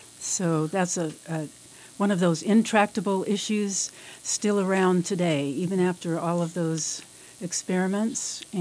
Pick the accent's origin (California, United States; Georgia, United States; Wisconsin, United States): California, United States; Sacramento; born there; now in Davis, United States; I was born in Sacramento. I came to Davis to go to school.